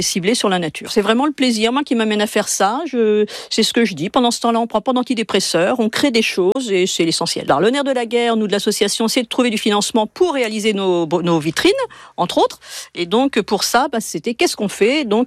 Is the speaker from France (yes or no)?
yes; Vendôme, Centre-Val de Loire, France; born there; now in Saint-Calais, France; j'ai 58 ans, je suis née à Vendôme et j'habite Saint-Calais depuis maintenant 21 ans.